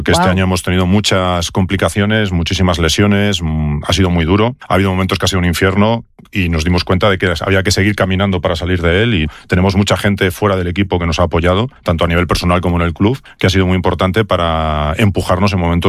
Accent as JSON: {"language": "Spanish", "town": "León", "region": "Castile and León", "country": "Spain", "said": "yo como leonés estoy muy orgulloso de haber conseguido ascender con un equipo de mi ciudad"}